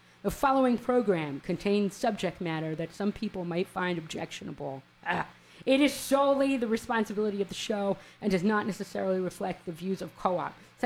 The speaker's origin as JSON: {"language": "English", "town": "New York City", "region": "New York", "country": "United States", "moved": "as an adult", "lives_now": "Austin, United States", "said": "I'm originally from Queens, New York. I've been in Austin like 12 years."}